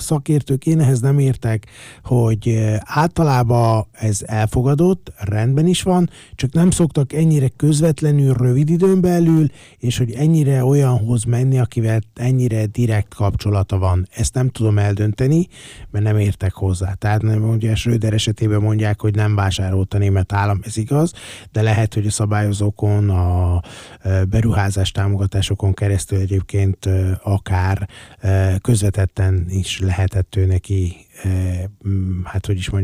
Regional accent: Hungary; magyarok vagyunk, nem?

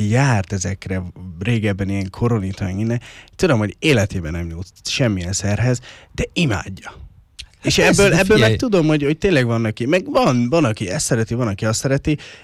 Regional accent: Paks, Tolna, Hungary; ugye paksiak vagyunk

